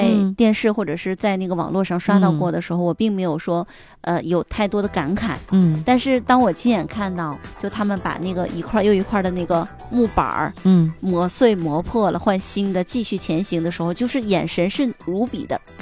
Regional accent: Northeast China, China

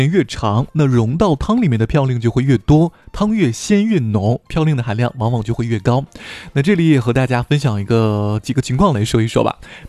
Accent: Northeast China, China; 像我们东北人非常爱吃炖菜

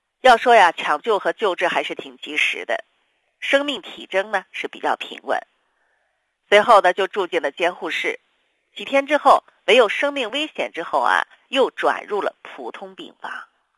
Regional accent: Northeast China, China; 咱们东北人都是比较喜欢啊喝酒抽烟的

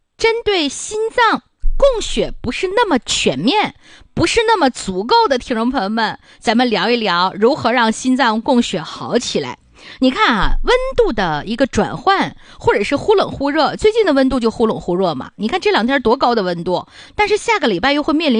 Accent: Harbin, Heilongjiang, China; 从南方我这个回到咱们的家乡哈尔滨

